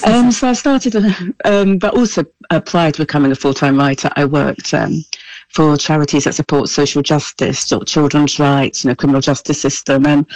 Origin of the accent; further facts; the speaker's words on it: Brighton, South East England, United Kingdom; I grew up in Brighton in the 1970s. I was privately fostered